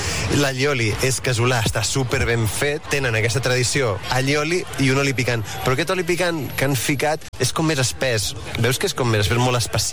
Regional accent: Catalonia, Spain; som catalans

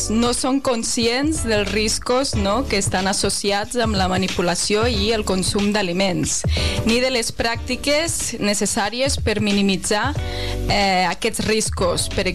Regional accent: Lleida, Catalonia, Spain; Ja que sóc de Lleida

